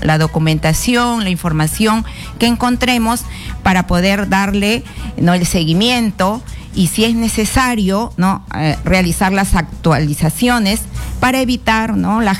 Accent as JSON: {"language": "Spanish", "town": "San Antonio", "region": "Lima", "country": "Peru"}